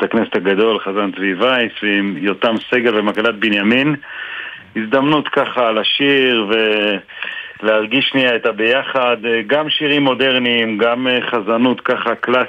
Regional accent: Beit El, West Bank, Palestine; אבל אני בן בית אל בילדותי, ואחד מילדי בית אל

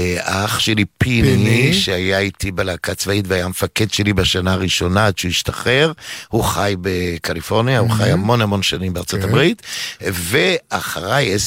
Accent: Givatayim, Tel Aviv District, Israel; גדלתי בגבעתיים

